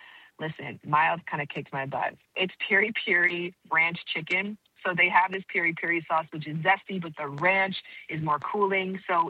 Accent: Canada; now in Los Angeles, United States; because I now live in Los Angeles, but I'm originally from Canada.

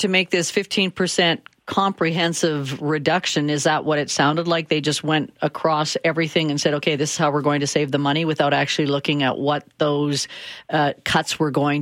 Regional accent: Swift Current, Saskatchewan, Canada; and I'm from Swift Current, and we always knew the Swift Current Research Station.

